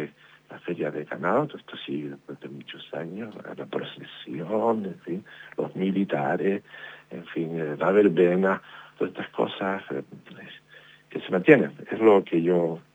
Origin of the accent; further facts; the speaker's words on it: Teror, Canary Islands, Spain; Somos canarios, en este caso somos de Teror